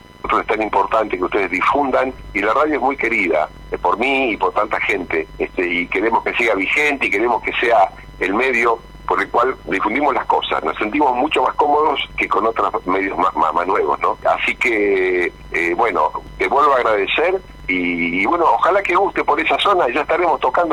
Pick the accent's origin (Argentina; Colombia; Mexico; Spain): Argentina; Mercedes, Buenos Aires Province; Bueno, así como mi apellido lo hice, en Mercedes. Mirá. Por eso es que … Soy de Mercedes, de la provincia de Buenos Aires.